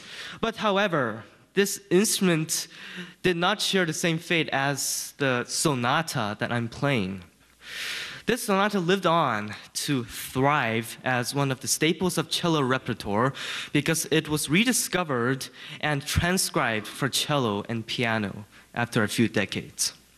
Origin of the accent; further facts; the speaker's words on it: Houston, Texas, United States; I am 15 years old, and I am from Houston, Texas.